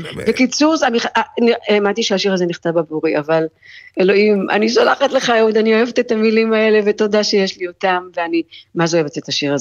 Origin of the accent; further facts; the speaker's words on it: Tel Aviv, Tel Aviv District, Israel; born there; also born or lived in Los Angeles; יש לי כאן דירה ואני מסתכלת לכיוון דרום, איפה שנולדתי, בקרם התימנים, אני רואה את קרם התימנים מפה